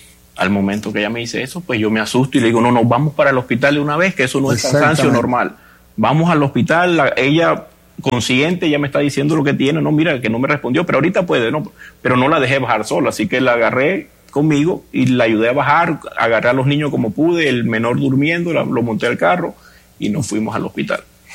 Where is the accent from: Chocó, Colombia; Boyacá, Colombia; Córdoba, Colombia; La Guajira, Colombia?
La Guajira, Colombia; De la Guajira colombiana.